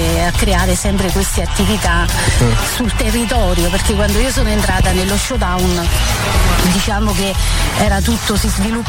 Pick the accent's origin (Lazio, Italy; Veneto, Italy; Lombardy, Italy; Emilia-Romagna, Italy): Lazio, Italy; Cassino; facendo delle attività sportive nel mio territorio, perché io sono di Cassino.